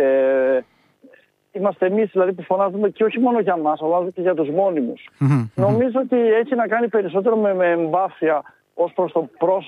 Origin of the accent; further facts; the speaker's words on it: Thessaloniki, Central Macedonia, Greece; εγώ είμαι από Θεσσαλονίκη και ήρθα και στην έδρα μας στην Αθήνα